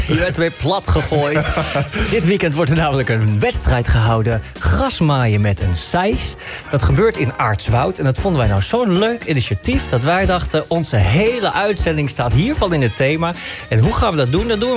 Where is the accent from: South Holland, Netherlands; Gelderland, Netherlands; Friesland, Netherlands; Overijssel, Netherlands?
Overijssel, Netherlands; ik kom uit Twente